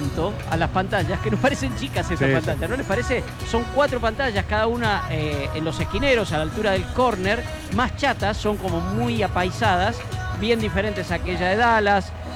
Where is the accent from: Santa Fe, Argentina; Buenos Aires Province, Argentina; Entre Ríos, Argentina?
Buenos Aires Province, Argentina; Puan; La bandera de mi pueblo, la bandera de Puan.